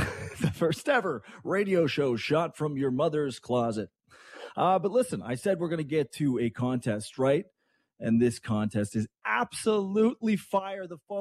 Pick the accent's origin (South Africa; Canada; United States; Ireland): Canada; accent: French-Canadian; My voice is kind of mumbly and French-Canadian